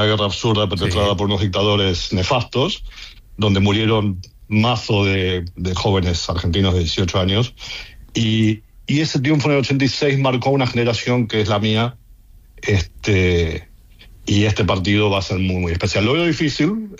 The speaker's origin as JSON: {"language": "Spanish", "country": "Spain", "moved": "yes", "said": "O sea, soy español también, me vine aquí en el año 99, con lo cual me voy a sentir ganador de entrada."}